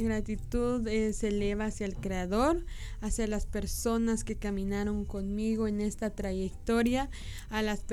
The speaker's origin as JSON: {"language": "Spanish", "country": "Guatemala", "said": "nosotros también como hermanos guatemaltecos"}